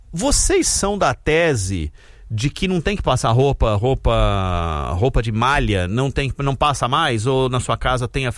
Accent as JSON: {"language": "Portuguese", "region": "São Paulo", "country": "Brazil", "tie": "born there", "moved": "yes", "said": "eu nasci na Pompeia, né? Nasci no bairro da Pompeia e depois fui embora da Pompeia e passei a vida inteira longe da Pompeia. Mas voltei há 4 anos para Pompeia. Nasci no Hospital São Camilo"}